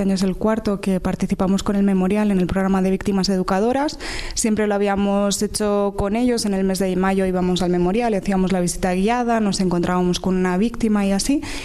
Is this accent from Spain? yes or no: yes; Catalonia, Spain; yo tampoco soy de aquí, soy catalana